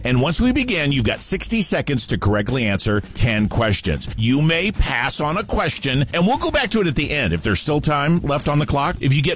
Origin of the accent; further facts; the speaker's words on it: South Dakota, United States; And that's where I'm from. I'm from the Black Hills.